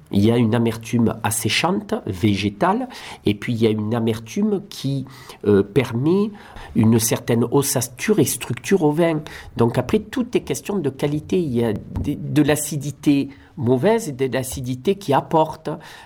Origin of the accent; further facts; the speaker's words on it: Provence-Alpes-Côte d'Azur, France; Alors, moi je suis originaire de Camargue